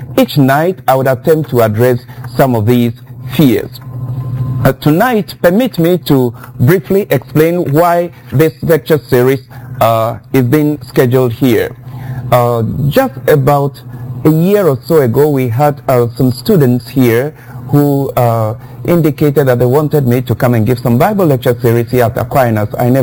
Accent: Ghana; now in United States; You can tell from my accent already I'm not an American. I'm from Ghana, West Africa, but I'm currently based in the United States.

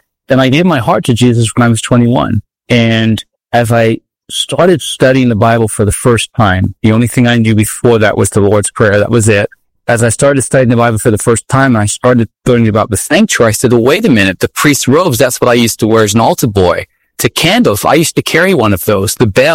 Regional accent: London, United Kingdom; also born or lived in United States; I was actually raised in the Catholic Church. My mom was Roman Catholic Irish, and I was raised in London, England, born in the States.

